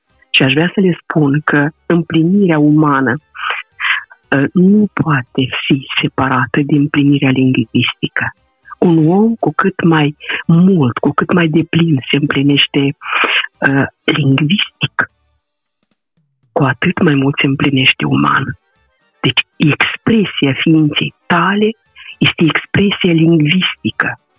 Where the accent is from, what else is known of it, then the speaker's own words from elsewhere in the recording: Moldova; first language Romanian; pe această palmă de pământ unde suntem băștinași.